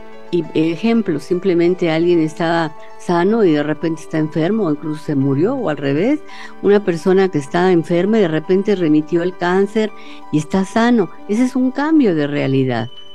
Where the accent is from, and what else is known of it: Mexico